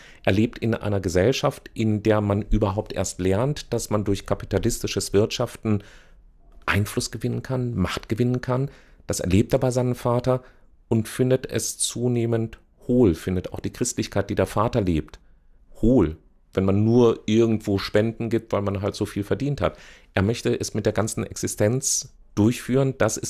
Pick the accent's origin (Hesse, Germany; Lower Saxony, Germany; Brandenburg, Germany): Hesse, Germany; Marburg; Ich bin aufgewachsen in Marburg an der Lahn. Mein Vater war Pfarrer an der Elisabethkirche in Marburg.